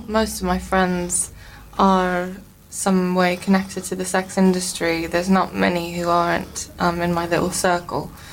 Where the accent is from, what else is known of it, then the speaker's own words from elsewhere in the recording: Richmond, United Kingdom; Richmond.